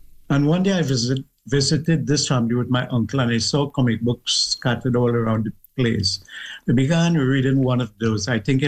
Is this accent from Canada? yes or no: no; Tablan, South Trinidad, Trinidad & Tobago; I grew up in South Trinidad in a little village called Tablan. And there was an extended, I grew up in a house with an extended family.